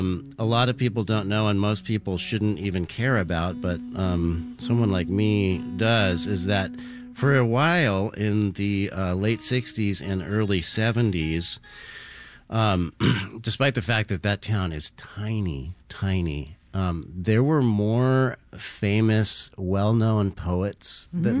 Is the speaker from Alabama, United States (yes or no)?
no; California, United States; It's the I'm from California, and the landscape first of all, felt familiar and a little bit nostalgic because I spent so much time in Northern California.